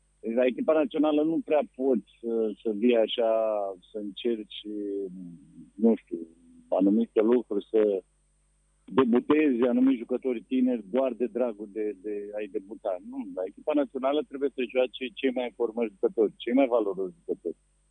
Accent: Craiova, Dolj, Romania; am crescut în Craiova, sunt din Craiova.

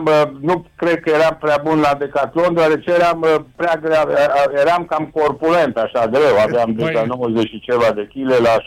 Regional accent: Reșița, Caraș-Severin, Romania; also born or lived in Băile Herculane; Am crescut la Reșița, dar m-am născut

